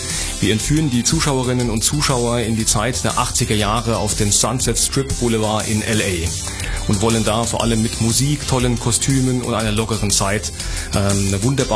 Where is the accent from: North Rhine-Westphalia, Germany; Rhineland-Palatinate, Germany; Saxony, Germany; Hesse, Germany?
Rhineland-Palatinate, Germany; Katzweiler; ich komme aus Katzweiler, bin schon seit 5 Jahren bei der Freilichtbühne in Katzweiler tätig